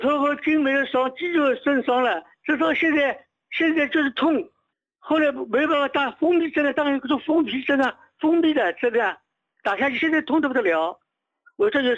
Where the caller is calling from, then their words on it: Suzhou, Jiangsu, China; 我是武昌的，苏州的。